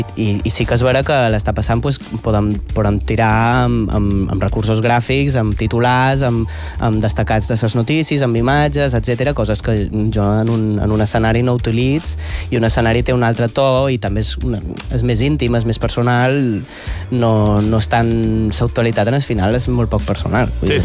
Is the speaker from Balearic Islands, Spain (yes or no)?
yes; Balearic Islands, Spain; Jo, al final, sóc de Mallorca